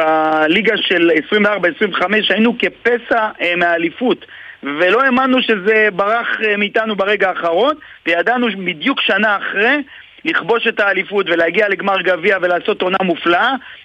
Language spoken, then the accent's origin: Hebrew; Beersheba, Southern District, Israel; born there; אנחנו שלושת באר שבעים